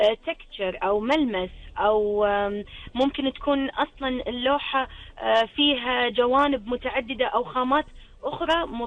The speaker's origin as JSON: {"language": "Arabic", "country": "Kuwait", "said": "عندنا بديرتنا الكويت"}